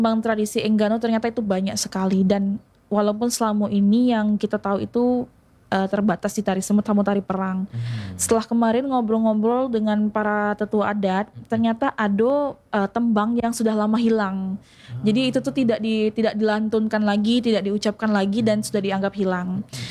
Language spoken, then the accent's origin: Indonesian; Bengkulu, Indonesia; born there; Saya lahir di Bengkulu, tapi saya tidak bisa bahasa Rejang, tidak bisa bahasa serawai, tidak bisa bahasa Lemba.